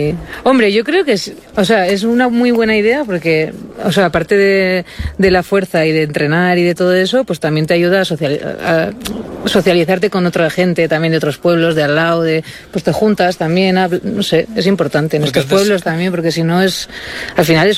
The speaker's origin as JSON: {"language": "Spanish", "town": "Pamplona", "region": "Navarre", "country": "Spain", "lives_now": "Villanueva, Spain", "said": "No, yo soy de Pamplona, pero vivo en Villanueva."}